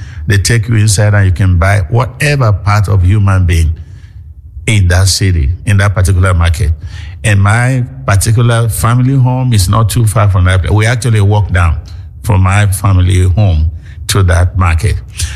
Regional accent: Nigeria; I was born in Nigeria in 1953 into a family who believe in God. We go to church. We belong to Anglican church.

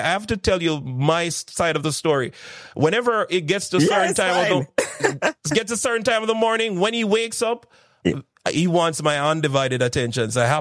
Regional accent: Jamaica; I grew up in St. John's Road, if you didn't know, that's where I'm from. And I remember growing up, I didn't speak proper standard English.

